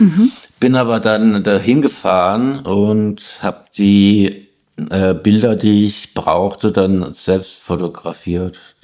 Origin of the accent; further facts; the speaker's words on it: Hesse, Germany; Naja, bei uns gab's halt dieses Kernkraftwerk Biblis in der Nähe, wo ich aufgewachsen bin, und da waren wir halt immer demonstrieren dagegen.